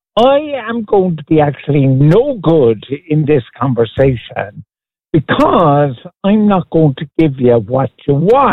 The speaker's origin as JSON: {"language": "English", "town": "Cork", "region": "Munster", "country": "Ireland", "tie": "born or raised there", "moved": "as an adult", "lives_now": "Foxrock, Ireland", "said": "Those 20 years I spent in that house growing up in Cork were happy. Am I happier now in Leafy Fox Rock?"}